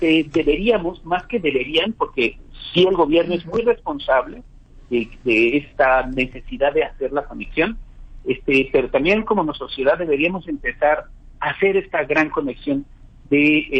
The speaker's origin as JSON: {"language": "Spanish", "country": "Mexico", "said": "somos como mexicanos"}